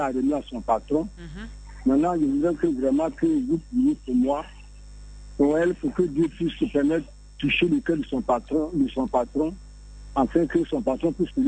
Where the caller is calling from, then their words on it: Abidjan, Côte d’Ivoire; À la Riviera Palmeret.